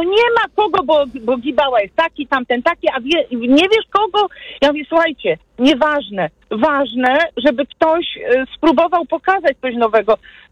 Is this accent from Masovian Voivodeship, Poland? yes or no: no; Kraków, Lesser Poland, Poland; Ja jestem krakowianką